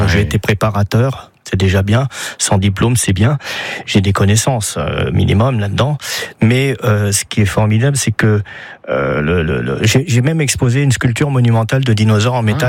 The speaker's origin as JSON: {"language": "French", "town": "Paris", "region": "Île-de-France", "country": "France", "moved": "yes", "lives_now": "Sarthe, France", "said": "je suis pas sartois, je suis parisien d'origine. Et donc, Paris, c'est comme chez moi, c'est la ville que je connais le mieux."}